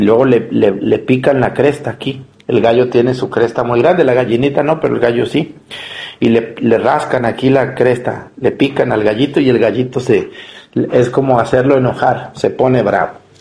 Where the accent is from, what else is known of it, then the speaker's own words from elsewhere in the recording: Mexticacán, Jalisco, Mexico; mi pueblo, Mestigacán, cuando vayan van a ver que es un pueblito, pueblito, casi un ranchito. Entonces yo crecí entre pollos, gallinas, vacas, burros, mulas, yeguas, de todo